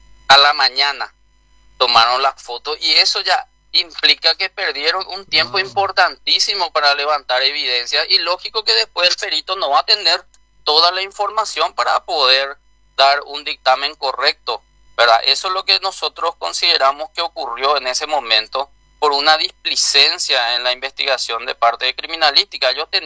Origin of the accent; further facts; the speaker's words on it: Alto Paraná, Paraguay; todos nosotros que somos de Alto Paraná, sobre todo zona Ciudad del Este, Presidente Franco, Hernandaria